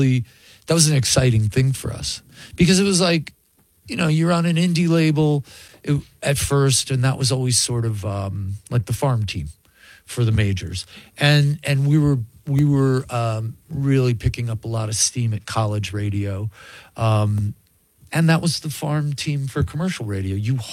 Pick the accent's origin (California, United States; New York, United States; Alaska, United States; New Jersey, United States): New York, United States; Buffalo; So I want to go back because I connect with those people because I'm from Buffalo, you know.